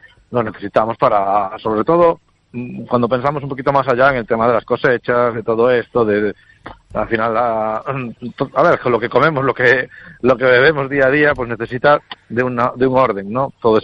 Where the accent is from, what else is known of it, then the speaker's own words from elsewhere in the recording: Galicia, Spain; qué bonita es mi tierra